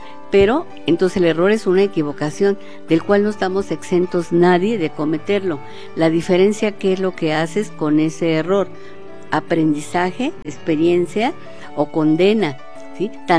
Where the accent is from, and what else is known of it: Mexico